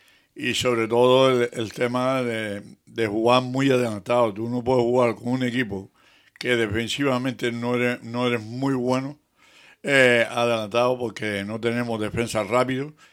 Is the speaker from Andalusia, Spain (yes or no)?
no; Canary Islands, Spain; la verdad que yo ahora mismo, como Gran Canario, yo le daría una oportunidad al Teronense